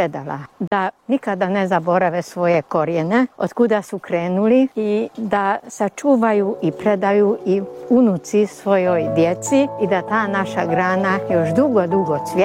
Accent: Udvar, Baranya, Hungary; moved away as an adult; Ja sam se tu rodila u Udvaru i u onoj kući kuda budemo ušli. Tamo sam se jedino ja rodila i na to sam ponosna, jer nisam se u bolnici rodila, već kod kuće. I meni je bilo lijepo. Moje djetinjstvo tu u Udvaru

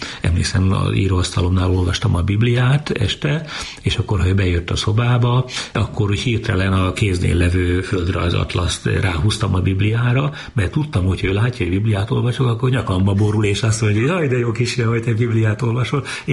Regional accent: Csögle, Veszprém County, Hungary; Esdában születtem, de akkor még bőven vidéken éltünk.

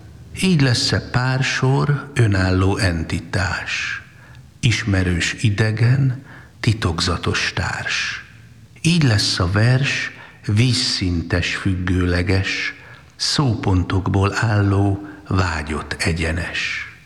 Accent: Szolnok, Jász-Nagykun-Szolnok, Hungary; én szolnoki vagyok

